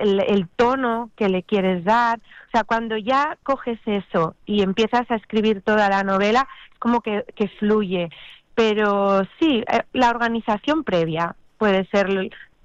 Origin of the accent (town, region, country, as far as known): Huesca, Aragon, Spain; now in Barcelona, Spain